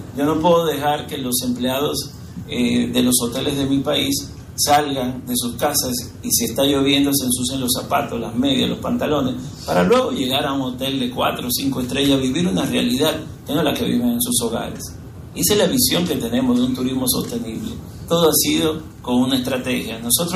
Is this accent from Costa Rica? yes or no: no; Dominican Republic